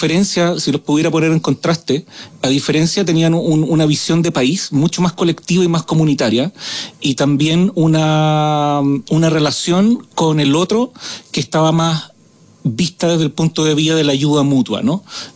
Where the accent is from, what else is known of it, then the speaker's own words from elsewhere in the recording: Chile; yo nací el año 82, en plena crisis de los 80 en Chile.